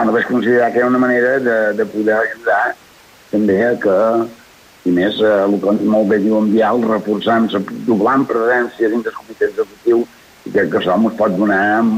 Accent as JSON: {"language": "Catalan", "area": "Menorca", "region": "Balearic Islands", "country": "Spain", "said": "som menorquins"}